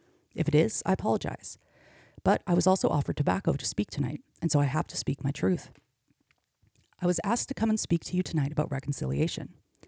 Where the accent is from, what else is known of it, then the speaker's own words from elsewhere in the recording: Meadow Lake, Saskatchewan, Canada; now in Hamilton, Canada; I am Michif Cree. I do not know my clan. I'm from Saskatchewan, Meadow Lake specifically, and I now live in Dish With One Spoon territory in Hamilton.